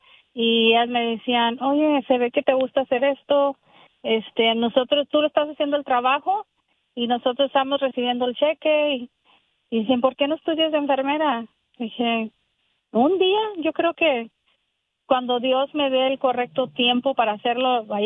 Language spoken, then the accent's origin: Spanish; Texas, United States; also born or lived in Mexico; Soy inmigrante de 5 años, me vine de México a Texas, ahí crecí.